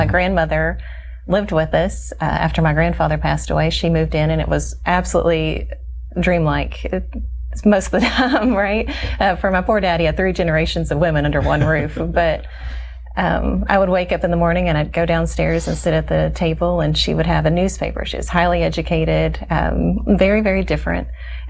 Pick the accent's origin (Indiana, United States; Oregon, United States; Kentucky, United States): Kentucky, United States; I grew up in Eastern Kentucky, and like so many people there, I was Baptist and had a wonderful church that I grew up in.